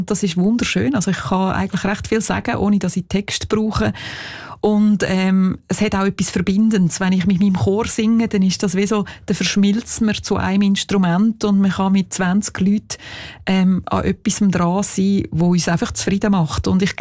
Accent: Einsiedeln, Schwyz, Switzerland; Ja, ich bin zwar in Einsiedeln aufgewachsen, habe Appenzeller Wurzeln durch meinen Vater

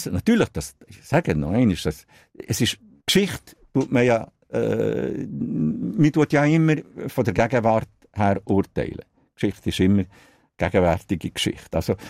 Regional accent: Bern, Switzerland; Ja, no, ich bin ja in Bern aufgewachsen, habe meine Schule in Bern gemacht.

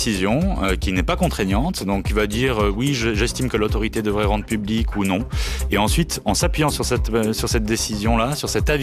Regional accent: French-speaking Switzerland, Switzerland; chez nous, en Suisse romande

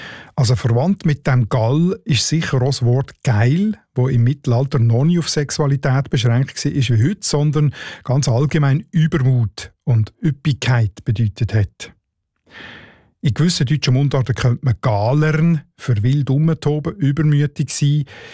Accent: Northwestern Switzerland, Switzerland; accent: Northwestern Swiss German; Ich würde dem ja Geukel sagen, in meinem Nordwestschweizer Dialekt.

